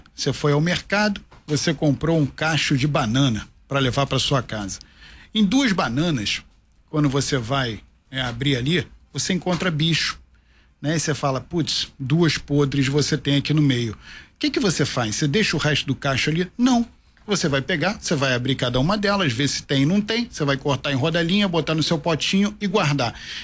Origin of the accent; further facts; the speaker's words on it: Rio de Janeiro, Brazil; como morador do Rio de Janeiro, como carioca, como apaixonado por essa cidade.